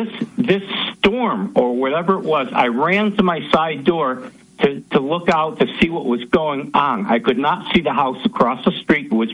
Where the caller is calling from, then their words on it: Connecticut, United States; from Connecticut.